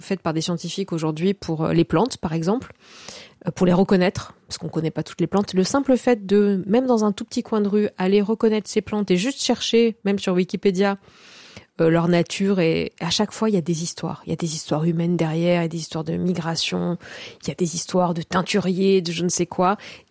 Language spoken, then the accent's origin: French; Corsica, France